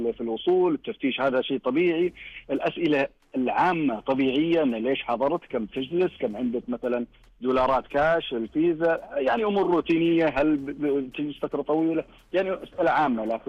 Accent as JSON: {"language": "Arabic", "country": "Saudi Arabia", "said": "أنا من السعودية"}